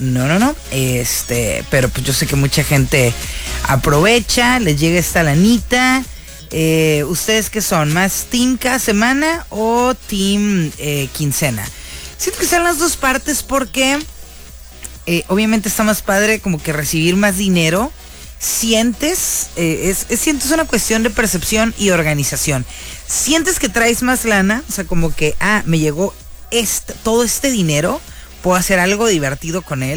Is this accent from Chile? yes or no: no; Mexico; siendo nosotros mexicanos